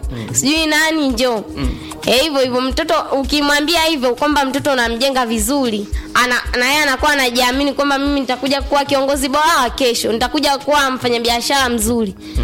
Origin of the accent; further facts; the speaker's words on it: Kilogota, Tanzania; Natokea kata ya Kilogota.